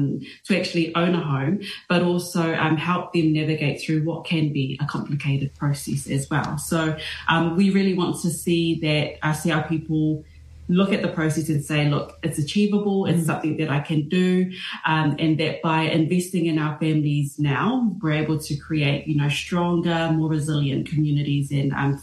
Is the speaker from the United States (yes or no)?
no; Samoa; now in Wellington, New Zealand; I hail from Samoa. Villages are Sanaku and Sale Moa. And here in Wellington from the Heart Valley.